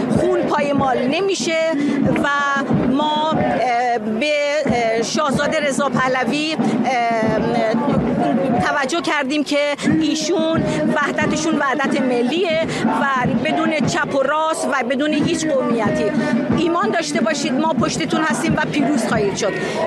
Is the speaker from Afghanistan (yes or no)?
no; Iran; moved away